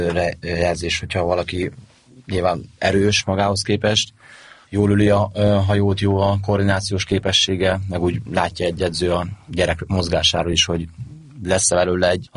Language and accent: Hungarian; Tiszaújváros, Borsod-Abaúj-Zemplén, Hungary; moved away as an adult; én Tiszaújvárosban nőttem fel, meg ott voltam edző